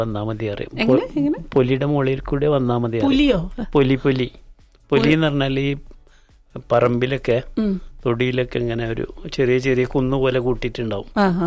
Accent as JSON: {"language": "Malayalam", "town": "Thrissur", "region": "Kerala", "country": "India", "tie": "born or raised there", "said": "തൃശ്ശൂർ ഞങ്ങളുടെ നാട്ടിലെ"}